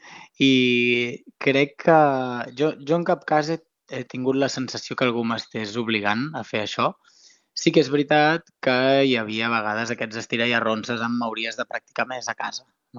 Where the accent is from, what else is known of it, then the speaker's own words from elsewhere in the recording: Vilassar, Catalonia, Spain; Premià de Mar, que és el poble del costat de Vilassar, que és d'on soc i on visc